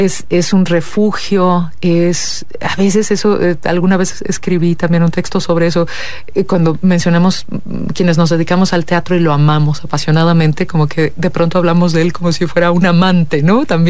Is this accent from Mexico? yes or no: yes; Mexico City, Mexico; moved away as an adult; now in Querétaro, Mexico; Soy de la Ciudad de México, pero llegué aquí hace ya 24 años.